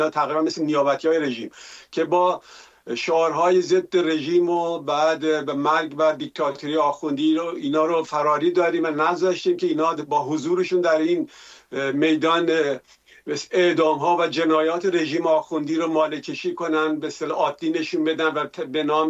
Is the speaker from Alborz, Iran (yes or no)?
yes; Karaj, Alborz, Iran; مثلا ما یادمه که به اصطلاح حتی شهیده بودن شهر خودمون کرج کارگران چیتسازی رو رژیم حدود 20 تن از اونان رو در سال 1350 کشت